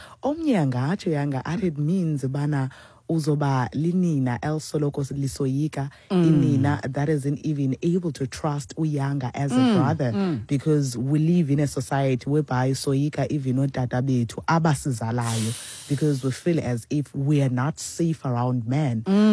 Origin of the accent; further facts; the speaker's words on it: South Africa; So we should be able to recognize the fact that as South African women we come like a very long way, bra.